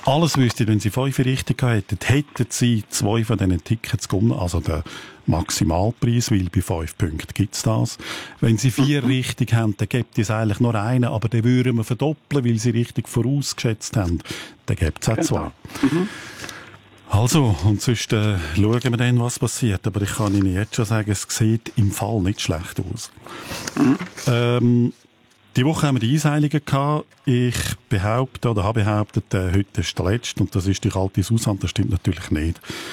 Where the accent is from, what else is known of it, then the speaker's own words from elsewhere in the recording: Graubünden, Switzerland; accent: Bündner dialect; geht es um Gucci, so sagt man im Bündnerland. Auch an einem Sofa, an einer Couch, so würde ich es in meinem Dialekt sagen. Ein Sofa, ein kleines Sofa ist im Bündnerland auch ein Gucci.